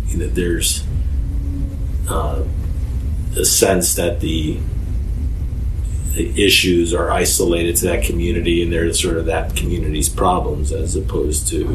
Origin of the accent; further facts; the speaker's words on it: Philadelphia, Pennsylvania, United States; when I was growing up on Howard Street